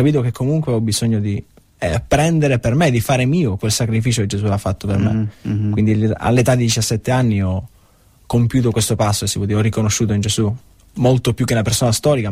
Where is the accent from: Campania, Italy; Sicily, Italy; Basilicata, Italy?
Sicily, Italy; Villafranca Tirrena; also born or lived in Messina; now in Perugia, Italy; io sono di Messina, quindi sono nato a Messina e sono cresciuto in un paese vicino Messina, un piccolo paese, Villafranca Tirrena, al quale sono molto attaccato, però non vivo più lì purtroppo, adesso vivo a Perugia.